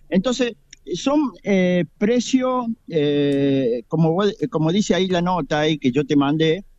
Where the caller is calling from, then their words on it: San Francisco, Argentina; la parroquia Santa Rita acá de San Francisco.